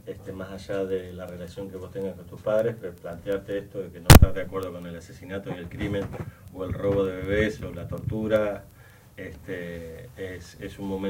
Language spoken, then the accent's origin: Spanish; Argentina